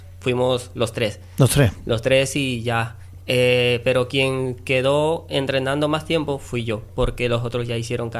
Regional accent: Peru; Yo soy de Perú.

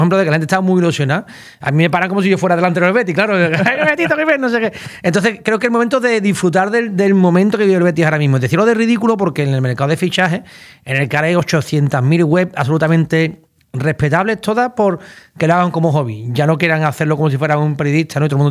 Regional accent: Tocina, Andalusia, Spain; estaba en mi pueblo en Tocina

